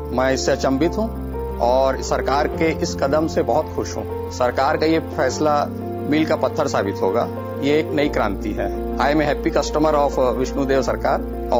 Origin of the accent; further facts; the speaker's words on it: Baloda Bazar, Chhattisgarh, India; बलौदा बाजार का निवासी हूँ।